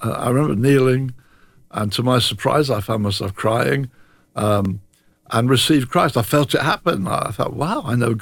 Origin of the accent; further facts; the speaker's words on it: Brighton, South East England, United Kingdom; born there; I was born in Brighton.